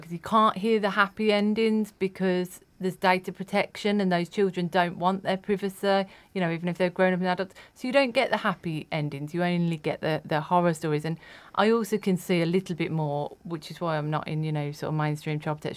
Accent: Erdington, West Midlands, United Kingdom; I grew up in Erdington, a little bit.

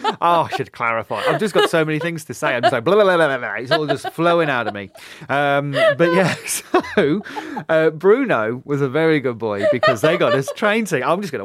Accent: West Midlands, United Kingdom; accent: Black Country; So I managed to suppress my natural black country way of swearing and my accent.

